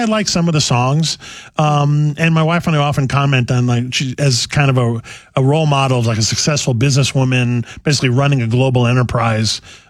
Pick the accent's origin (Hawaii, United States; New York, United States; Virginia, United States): New York, United States; New York City; I'm a native New Yorker. I grew up, my dad was from Brooklyn. I spent a lot of time growing up in Manhattan.